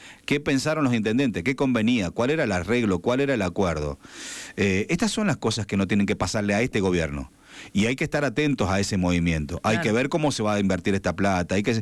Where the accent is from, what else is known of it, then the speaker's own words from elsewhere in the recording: Argentina; A nosotros nos ha costado a los argentinos entender qué es planificar.